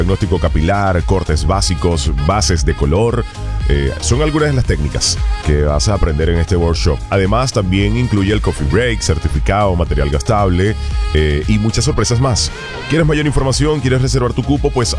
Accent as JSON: {"language": "Spanish", "town": "Maracaibo", "region": "Zulia", "country": "Venezuela", "said": "eso que nos caracteriza como maracaiberos, como maracucho, chico."}